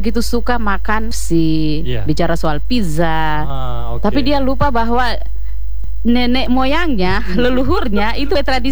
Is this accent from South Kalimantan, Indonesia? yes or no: no; Muna, Southeast Sulawesi, Indonesia; identitas kita sebagai orang Muna